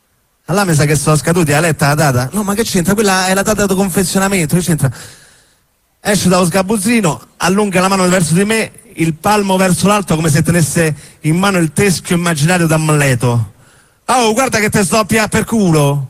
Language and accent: Italian; Rome, Lazio, Italy; born there; io sono nato a Roma